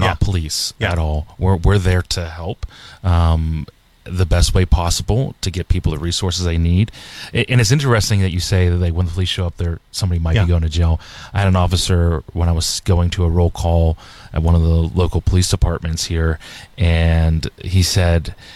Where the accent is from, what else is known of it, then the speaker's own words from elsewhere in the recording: North Huntington, Pennsylvania, United States; Well, I am definitely a Yinzer at heart.